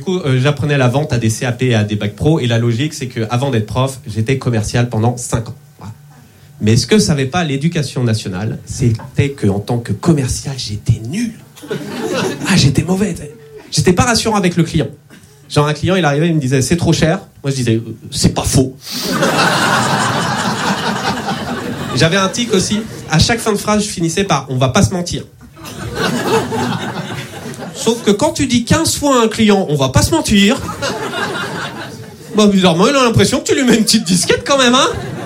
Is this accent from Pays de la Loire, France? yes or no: yes; Nantes, Pays de la Loire, France; Bah, je me présente … je suis nantais et dyslexique.